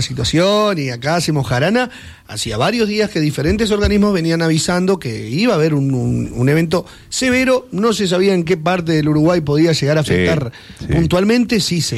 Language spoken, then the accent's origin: Spanish; Basque Country, Spain; Bueno, yo soy vasco, ¿no?